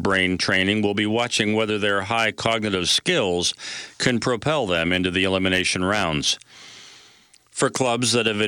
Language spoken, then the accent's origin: English; Chicago, Illinois, United States; born there; Like many White Sox fans, I was born on Chicago's South Side and into my devotion.